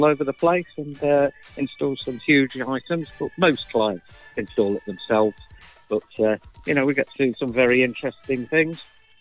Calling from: Long Eaton, East Midlands, United Kingdom; I'm calling from a very hot, humid and sunny Long Eaton near Nottingham

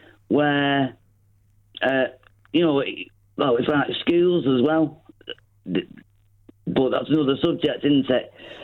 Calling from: Salford, North West England, United Kingdom; from Salford.

